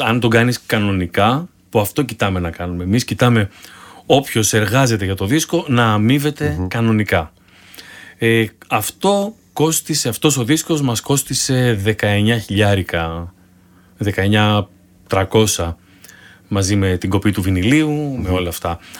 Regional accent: Igoumenitsa, Epirus, Greece; Συνειδητοποίησα την καταγωγή μου, επειδή είμαι από την Ιγουμενίτσα. Τα μισά που έλεγαν τα καταλάβαινα, γιατί μιλάνε αρβανίτικα.

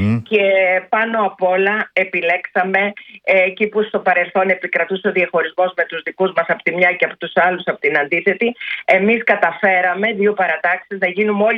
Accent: Heraklion, Crete, Greece; με γνωρίζει ο κόσμος, είμαι πρόεδρος της Παγκριτίου, είμαι από το Ηράκλειο της Κρήτης, από κάποιο συγκεκριμένο χωριό το που λέγεται Γαρίπα.

